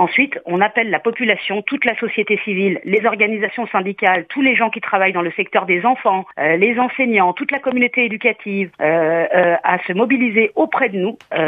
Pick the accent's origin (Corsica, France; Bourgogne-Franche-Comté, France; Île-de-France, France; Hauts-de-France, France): Corsica, France; Ajaccio; Alors c'est vrai que pour l'instant, nous, on est tous des Ajacciens, ou sur le secteur d'Ajaccio, vous voyez, de la CAPA ou du secteur.